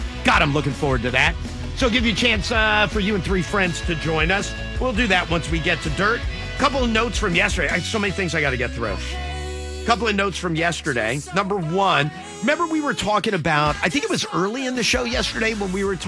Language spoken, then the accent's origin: English; California, United States; I'm from California. My high school cafeteria, we had food trucks that came every day.